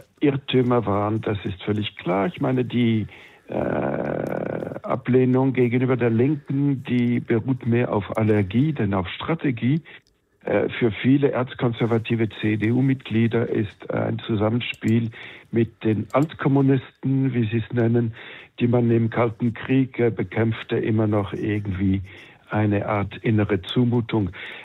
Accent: Switzerland; in gut regierten Ländern wie zum Beispiel meiner Heimat der Schweiz

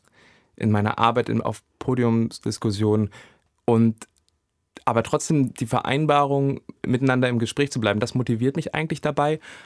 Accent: Wernigerode, Saxony-Anhalt, Germany; also born or lived in Blankenburg; je näher ich auch an meine eigene Heimat Wernigerode oder Blankenburg, wo ich aufgewachsen bin, komme

